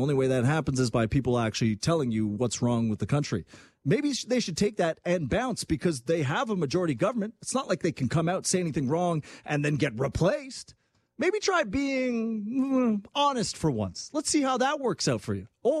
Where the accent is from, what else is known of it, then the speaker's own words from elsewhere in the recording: Quebec, Canada; and I'll do my Francois Champlain impression, because I am from Quebec. That's not racist or bigoted if I do it, being a semi-French Canadian.